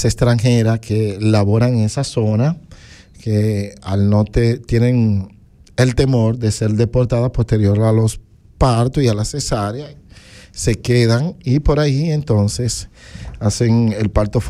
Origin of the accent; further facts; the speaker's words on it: Dominican Republic; La prima, decimos la prima como dominicano